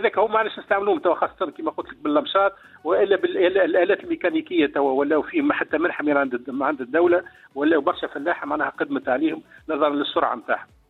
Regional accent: Sahel, Tunisia; عندنا في الساحل

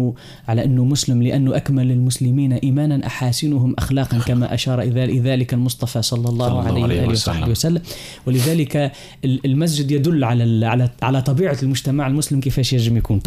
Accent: Tunisia; وعلى بلادنا تونس الحبيبة إلى قلوبنا.

